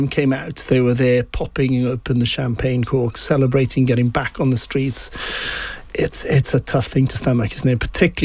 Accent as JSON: {"language": "English", "region": "Wales", "country": "United Kingdom", "said": "I'm not English. I'm Welsh."}